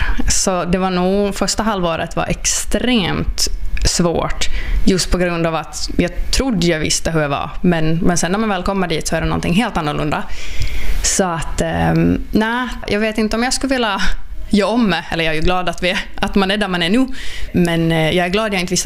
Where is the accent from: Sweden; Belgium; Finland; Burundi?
Finland; Kristinestad, Ostrobothnia; moved away as an adult; now in Guangzhou, China; jag kommer från Sileby då, en liten by utanför Kristinestad. Men senaste 2,5 åren så har jag varit i Kina tillsammans med min man